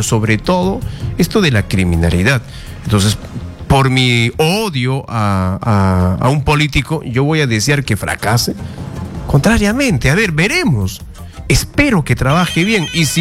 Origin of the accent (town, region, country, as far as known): Peru